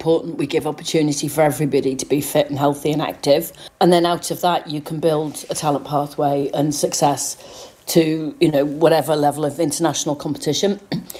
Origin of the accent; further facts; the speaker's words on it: Wales, United Kingdom; I'm Welsh